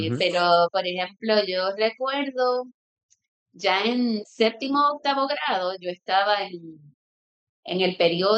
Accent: Caguas, Puerto Rico; moved away; also born or lived in Humacao; sí, yo me crié en Caguas, pero después como que me mudé

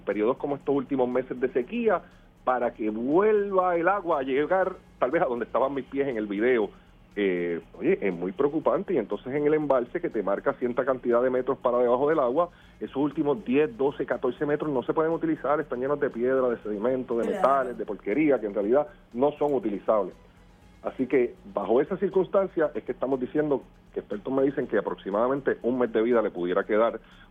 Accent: Fajardo, Puerto Rico; el partido de mayoría de mi pueblo de Fajardo

